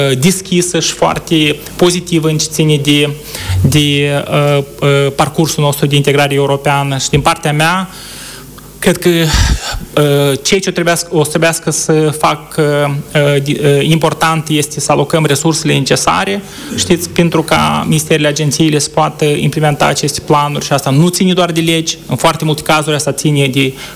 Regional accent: Vălcineț, Călărași District, Moldova; Eu sunt un băiat simplu, părinții mei sunt din Călăraș, Vălcineț, acolo am petrecut copilăria și eu cred că asta m-a format ca om.

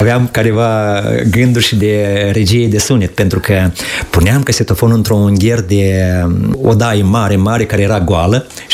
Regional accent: Vâșcăuți, Orhei District, Moldova; sunt de la Vâșcăuți Orhei, pe malul Nistrului, acolo am crescut

